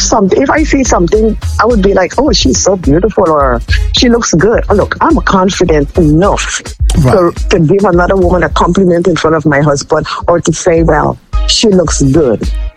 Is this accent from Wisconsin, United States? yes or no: no; New Jersey, United States; I'm from New Jersey and I rep in New Jersey to the bone.